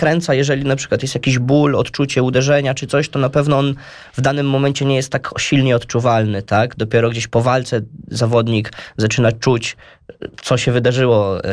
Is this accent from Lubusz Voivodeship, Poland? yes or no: no; Łomża, Podlaskie Voivodeship, Poland; ale jesteśmy z Łomży, więc mamy stadion w Łomży.